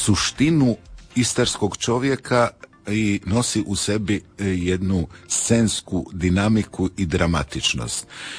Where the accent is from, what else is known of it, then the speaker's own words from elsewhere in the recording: Krnica, Istria County, Croatia; ja sam iz Krnice.